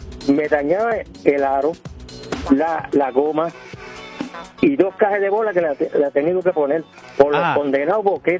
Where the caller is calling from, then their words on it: Puerto Rico; yo soy de Voladora, pero yo paso por ahí.